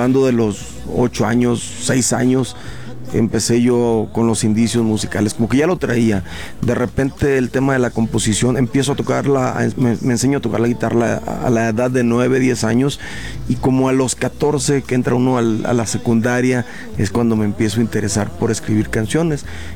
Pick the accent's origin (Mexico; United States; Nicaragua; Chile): Mexico; El Conde, Nayarit; moved away; also born or lived in Tepic; yo soy de un pueblo que se llama El Conde, que está a 45 minutos de la ciudad de Tepic. Me voy a estudiar a la ciudad de Tepic